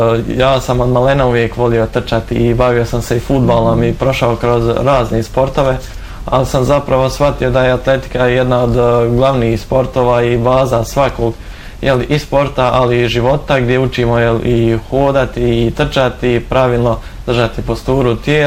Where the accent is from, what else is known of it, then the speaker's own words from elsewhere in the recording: Kalesija, Federation of Bosnia and Herzegovina, Bosnia & Herzegovina; Ja dolazim iz Kalesije, svako jutro putujem autom na jedan trening